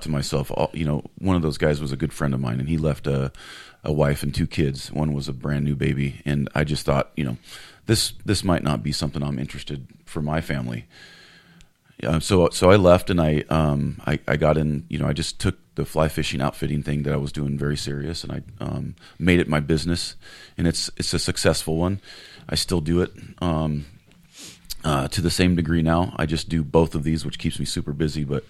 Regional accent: Cottonwood, California, United States; Right down the street, and I went to West Cottonwood Schools, West Valley High School.

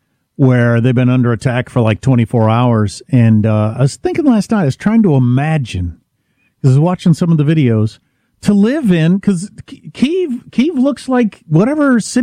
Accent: United States; as an American

